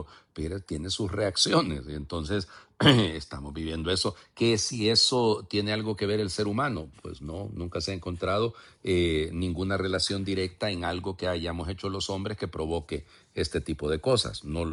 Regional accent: Honduras; somos especiales los hondureños en general y en nuestra arquidiócesis, pues más.

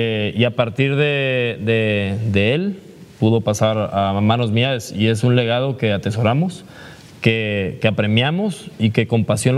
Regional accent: Veracruz, Mexico; gracias a Dios soy veracruzano.

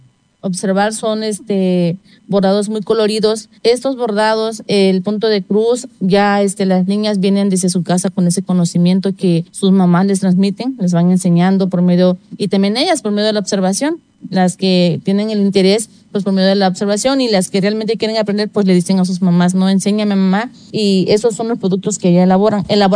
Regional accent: Cochoapa, Guerrero, Mexico; soy originaria de Cochuapa, pero estoy trabajando aquí como docente en el Bachillerato Intercultural Plantel 08 Zacualpan.

